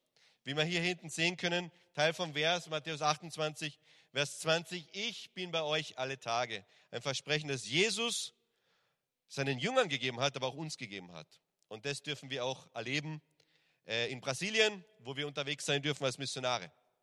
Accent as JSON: {"language": "German", "town": "Villach", "region": "Carinthia", "country": "Austria", "moved": "as an adult", "said": "von unserer Gemeinde in Österreich, also ich komme aus Villach in Kärnten im Süden von Österreich"}